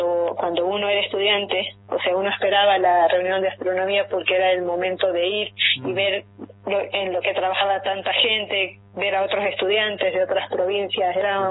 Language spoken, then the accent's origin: Spanish; San Juan, Argentina; also born or lived in Rosario; nací en Rosario, pero viví casi toda mi vida aquí en San Juan, o sea, hice la primaria y secundaria en San Juan.